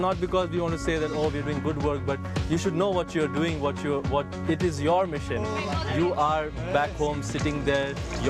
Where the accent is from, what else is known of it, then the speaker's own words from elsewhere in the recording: India; moved away; I come from India, so I've seen a lot of poverty